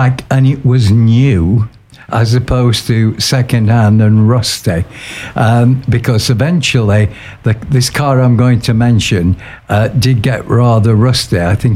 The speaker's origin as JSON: {"language": "English", "town": "Sheffield", "region": "Yorkshire and the Humber", "country": "United Kingdom", "tie": "born or raised there", "moved": "yes", "said": "when I lived in my hometown of Sheffield"}